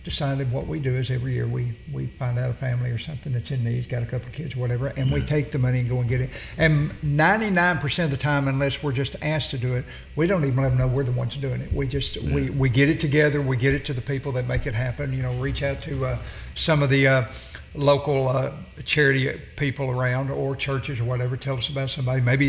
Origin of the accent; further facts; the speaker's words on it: Tennessee, United States; I grew up here in Tennessee, and I don't believe I'd want to go anywhere else.